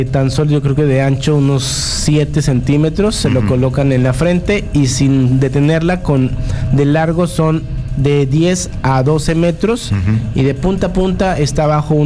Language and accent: Spanish; Coatzacoalcos, Veracruz, Mexico; venimos de Coatzacoalcos, Veracruz